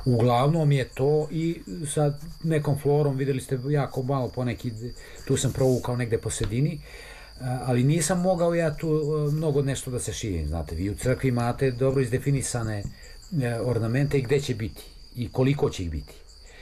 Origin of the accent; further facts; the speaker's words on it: Valjevo, Serbia; ja sam Srbin. Ja sam poreklom Valjevac, znate, ja sam se rodio u Valjevskoj bolnici. I odrastao tu gde jesam, ovo je moje mesto.